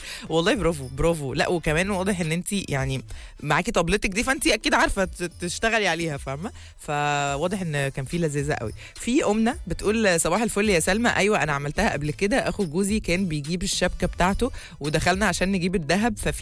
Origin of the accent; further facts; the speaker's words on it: Egypt; احنا عندنا كمصريين